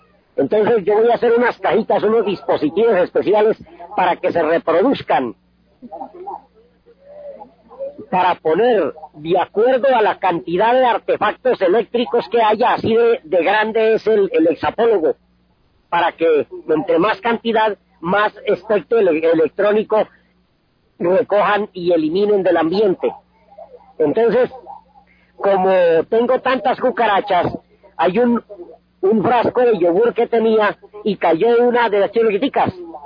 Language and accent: Spanish; Boyacá, Colombia; moved away; en mi tierra, en Boyacá, se llama angú, pero como allá no se dan las musasias por ser tan frío